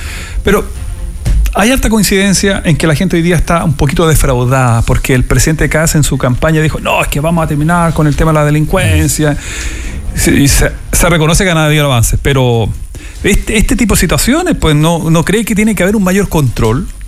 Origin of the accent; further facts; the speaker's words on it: Chile; Pero, en fin, somos todos chilenos.